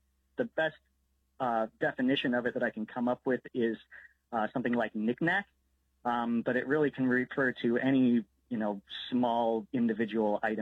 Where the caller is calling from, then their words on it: Chicago, Illinois, United States; I'm calling from Chicago.